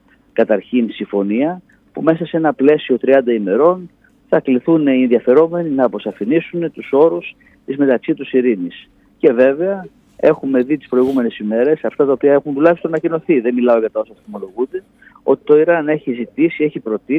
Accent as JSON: {"language": "Greek", "country": "Greece", "said": "ως Έλληνες, ως χώρα"}